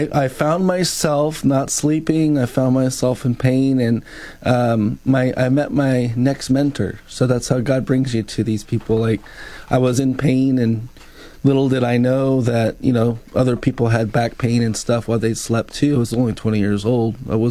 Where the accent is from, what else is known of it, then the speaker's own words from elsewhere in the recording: Indiana, United States; I grew up in Indiana